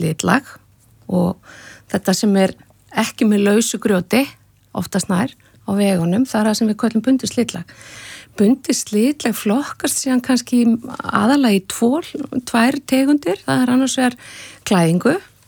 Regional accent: Rif, Western Region, Iceland; Ég nú ekki alinn upp á Malbyggi, þannig að ég fætt og upp alinn á Rifi á Snæfsnesu

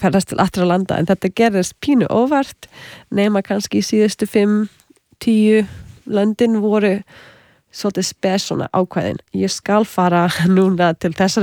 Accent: Canada; ég ólst upp í Kanada með hálf indverskri móður frá Suður Ameríku. Svo ég var þegar alþjóðlegt barn og með nokkuð tungumál sem ég gat notað.

